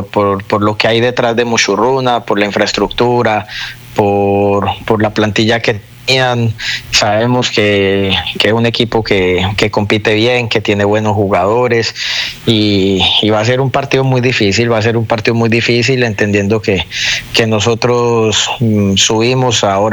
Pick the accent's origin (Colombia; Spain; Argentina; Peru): Colombia; now in Ambato, Ecuador; Ambato es la ciudad donde me vio llegar, donde yo llegué de Colombia y abrí las puertas al Ecuador fue por Ambato.